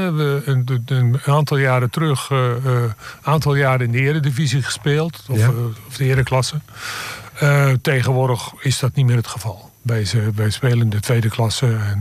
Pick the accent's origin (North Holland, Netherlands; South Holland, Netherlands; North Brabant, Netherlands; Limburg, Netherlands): South Holland, Netherlands; Rijnsburg; Nee, ik kom uit Rijnsburg. Rijnsburg speelt hoog in het amateurvoetbal.